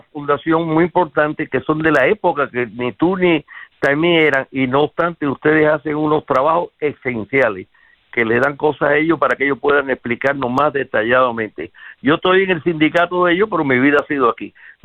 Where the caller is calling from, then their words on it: Cuba; Y no me deja de ser cubano. … no es cubano, pero yo sí soy cubano.